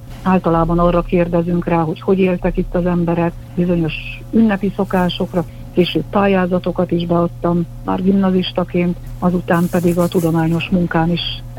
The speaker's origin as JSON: {"language": "Hungarian", "town": "Szalmatercs", "region": "Nógrád", "country": "Hungary", "tie": "born or raised there", "also_born_or_lived": "Körmend", "said": "én is ott születtem Körmenden, majd átköltöztünk egy Nógrád megyei faluba, édesapám volt a falu előjárója."}